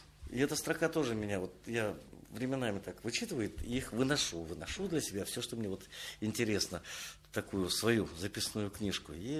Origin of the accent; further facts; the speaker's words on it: Ust-Tsilma, Komi Republic, Russia; also born or lived in Ivanovo / Vychegda area; Я родился в Иваново. Но я Иваново никогда, там был очень маленьким. Мама увезла с севера для того, чтобы родить в тепле и вернуть назад в Усть-Цельму.